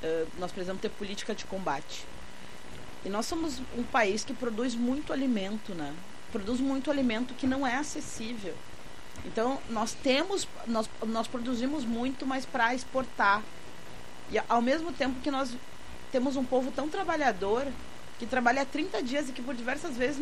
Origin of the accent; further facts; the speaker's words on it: Rio Grande do Sul, Brazil; Mas eu sou gaúcha, falo, né? Quando falam, eu vou para fora. Se tu é baiana, não, eu sou gaúcha, pô.